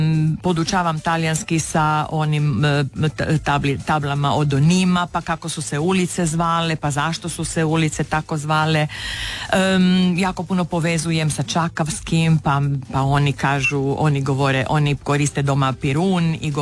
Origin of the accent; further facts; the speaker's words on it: Rijeka, Primorje-Gorski Kotar County, Croatia; first language Chakavian and Fiuman (Italian dialect); Ja ne mogu reći da sam Talijanka iz Rima. Ja sam Riječanka koja donosi u sebi i taj talijanski